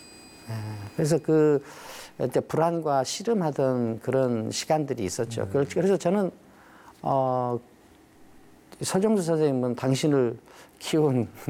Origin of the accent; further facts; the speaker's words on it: Hampyeong, South Jeolla, South Korea; also born or lived in Jangbyeongdo; 그 제가 그 이 이제 고향은 한평인데.